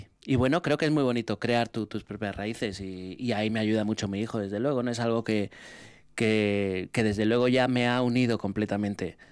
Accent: Spain; first language Basque; Spanish is a second language; yo hace tiempo que me defino como euskaldún, pero bueno, mi raíz y mi esquema, pues bueno, es mi idioma materno, aunque piense normalmente y la mayoría de días viva prácticamente en euskera.

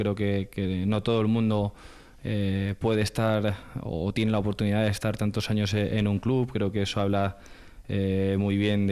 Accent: Jávea, Valencian Community, Spain; moved away as an adult; now in Vitoria, Spain; nosotros orgullosos de poder decir que somos de Javea también.

